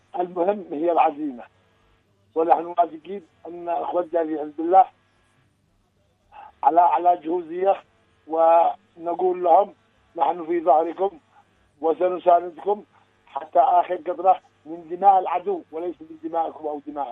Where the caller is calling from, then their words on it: Yemen; عندنا في اليمن